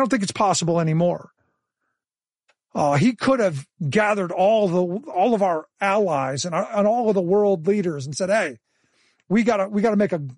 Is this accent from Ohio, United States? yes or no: yes; Cleveland, Ohio, United States; I grew up in Cleveland, a manufacturing powerhouse in its day.